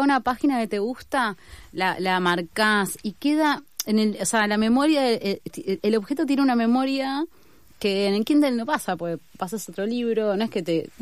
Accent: General Villegas, Buenos Aires Province, Argentina; Yo nací en Buenos Aires, pero crecí en Villegas.

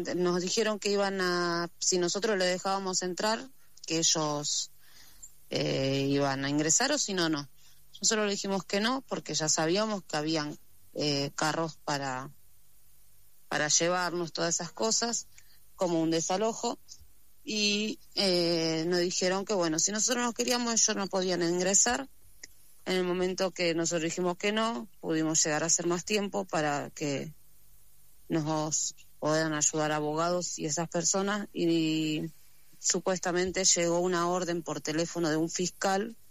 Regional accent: Corrientes, Argentina; born there; tengo 36 años y yo nací en Corrientes y mi mamá directamente vino para acá.

